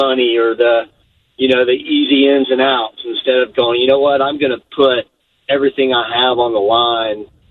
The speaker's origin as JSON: {"language": "English", "town": "Birmingham", "region": "Alabama", "country": "United States", "said": "You know, I'm from Birmingham, so, you know, he had him play at the Barons."}